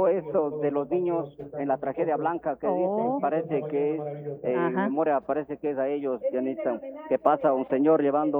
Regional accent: Biblián, Cañar, Ecuador; Biblián, nuestra linda tierra, donde tuvimos la oportunidad y Dios nos bendició que nacimos acá en Biblián. Los primeros años de educación también hemos tenido acá en esta linda tierra.

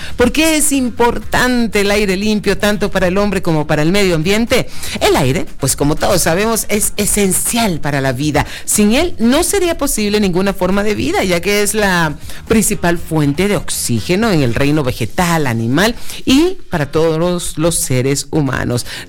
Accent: Panama; Panamá, un beso a mi tierra también hermosa, puente del mundo, corazón del universo

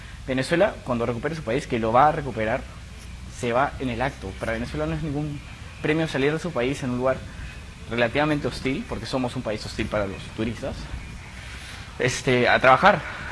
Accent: Peru; Y yo le dije, no. No, no soy peruano.

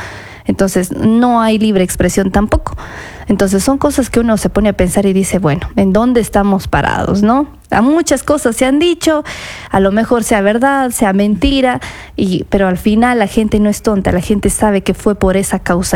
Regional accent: Ecuador; Como ecuatorianos nos sentíamos

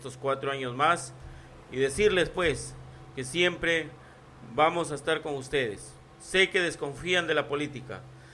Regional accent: Peru; nuestro Estado peruano, es bastante burocrático.

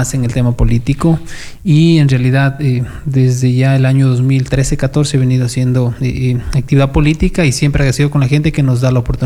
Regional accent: Quinara, Loja, Ecuador; mi parroquia de Quinara, yo soy nacido en Quinara.

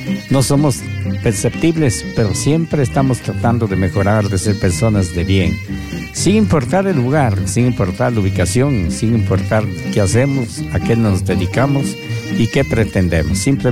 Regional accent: Ecuador; Esta es mi tierra linda, el Ecuador retiene de todo, ¿ah?

